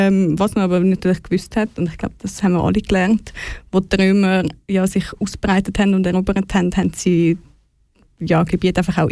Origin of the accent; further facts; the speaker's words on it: Switzerland; wie man vielleicht unschwer erkennbar ist, bin ich auch aus dem Unterland und rede tatsächlich kein Rätoromanisch, leider.